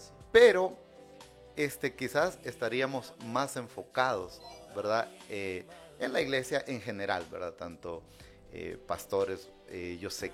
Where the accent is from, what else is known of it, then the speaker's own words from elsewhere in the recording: Ciudad Barrios, San Miguel, El Salvador; Bueno, como ya lo mencionaba … yo vengo desde el Cantón Belén de Ciudad Barrios.